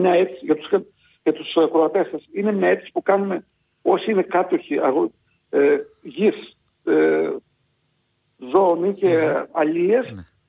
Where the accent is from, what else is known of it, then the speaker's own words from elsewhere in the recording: Thessaly, Greece; στο χωριό μου, το οποίο η μητέρα Καρδίτης έχει γυμνάσιο.